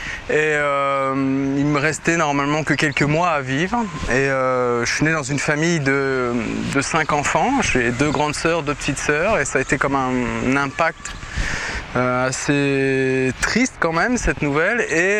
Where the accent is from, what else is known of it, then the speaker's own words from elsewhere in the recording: Mauvière, Centre-Val de Loire, France; je suis originaire du centre de la France, dans un petit village qui s'appelle Mauvière, dans le Berry.